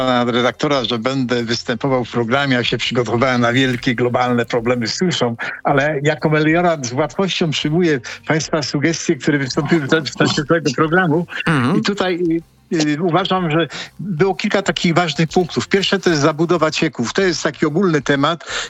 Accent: Greater Poland Voivodeship, Poland; jestem wielkopolaninem.

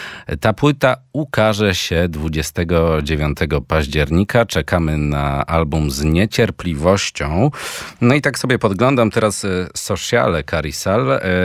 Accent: Sanok, Subcarpathian Voivodeship, Poland; bo ja pochodzę z Sanoka, a Karina trochę z bardziej głębokich Bieszczadów.

